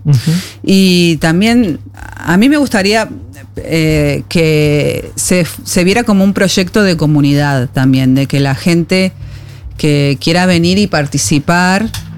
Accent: Uruguay; moved away; en Uruguay hace 13, 14

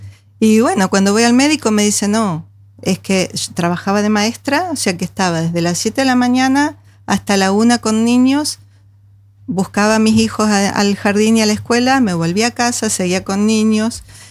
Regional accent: Buenos Aires, Argentina; Bueno, y además que vengo de la provincia de Buenos Aires, o sea que soy pampeana también.

